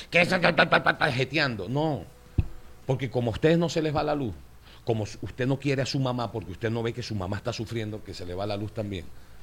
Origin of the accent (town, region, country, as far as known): Venezuela